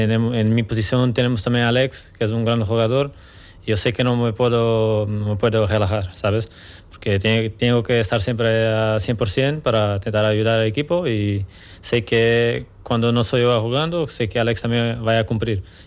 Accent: Algarve, Portugal; Spanish is a second language; moved away as an adult; now in Almería, Spain; Yo soy de sur de Portugal, Algarve, que es como un poco como aquí, como Almería, la temperatura, mucho calor también, una ciudad muy pequeña también, pues eso es muy parecido.

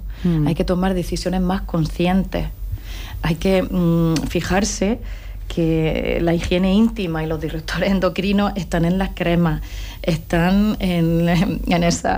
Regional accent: Líjar, Andalusia, Spain; moved away as an adult; now in Almería, Spain; Él es de Cherco, yo soy de Líjar, 2 pueblos muy pequeñitos también. A lo largo de nuestra formación profesional estuvimos fuera, viviendo fuera de España.

